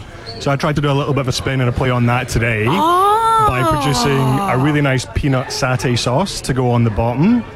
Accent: Scotland, United Kingdom; now in Cairns, Australia; I'm a Scotsman in Cairns. Every temperature's hot for me.

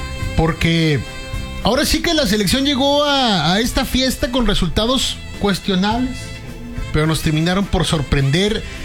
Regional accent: Mexico; y nos unió como mexicanos.

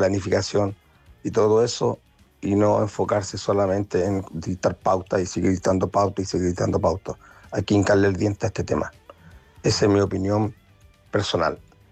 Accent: Chile; como arbitraje chileno, como equipo de trabajo chileno

